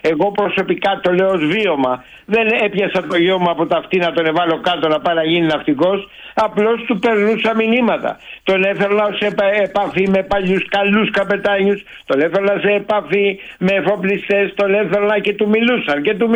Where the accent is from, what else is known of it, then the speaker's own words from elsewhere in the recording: Chios, North Aegean, Greece; Ηχείος είναι η πατρίδα μου.